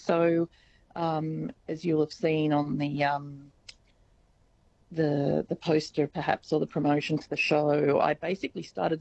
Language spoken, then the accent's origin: English; Wollongong, New South Wales, Australia; now in Albany, Australia; I'd grown up on the coast in Wollongong